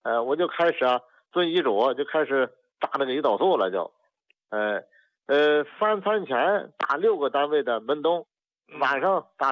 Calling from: Shijiazhuang, Hebei, China; 我那是河北石家庄的。

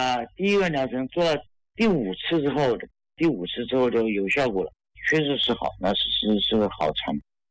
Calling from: Xiaogan, Hubei, China; 我住在孝感那边，孝感住在孝感城区。

